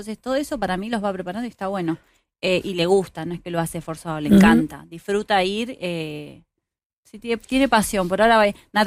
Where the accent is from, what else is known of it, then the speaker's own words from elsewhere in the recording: Mar del Plata, Buenos Aires Province, Argentina; nosotros somos de Mar del Plata